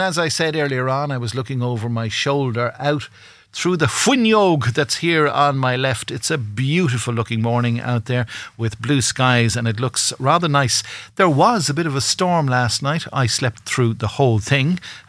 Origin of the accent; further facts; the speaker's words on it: Ireland; as an Irish person